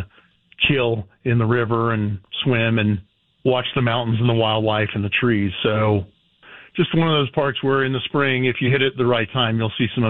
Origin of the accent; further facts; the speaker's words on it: North Carolina, United States; I grew up in North Carolina about, 30 minutes from this park. And my mom still lives there.